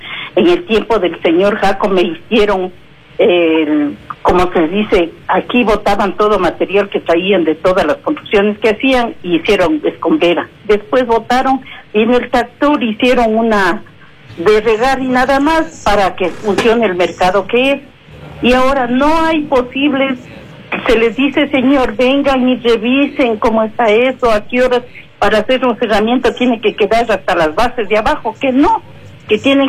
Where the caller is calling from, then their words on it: Sangolquí, Pichincha, Ecuador; Soy de aquí, de San Golquí.